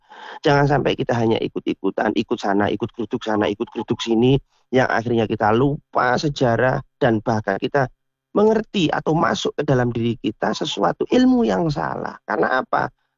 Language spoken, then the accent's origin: Indonesian; Indonesia; kita ini orang Indonesia, kita bukan orang Arab, kita orang Indonesia, kita bukan orang Chinese, kita orang Indonesia.